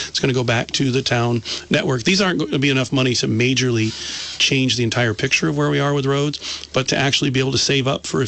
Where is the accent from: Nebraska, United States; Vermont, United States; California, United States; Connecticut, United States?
Vermont, United States; Brandon; also born or lived in Rutland; I was born in Rutland, raised in Brandon